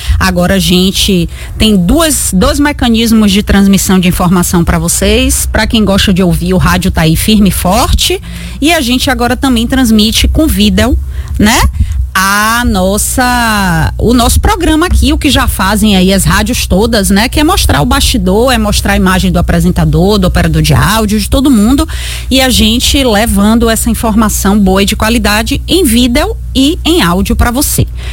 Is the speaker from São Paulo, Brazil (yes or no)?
no; Bahia, Brazil; accent: baianês (Bahian); now in Salvador, Brazil; como a gente costuma falar num bom baianês.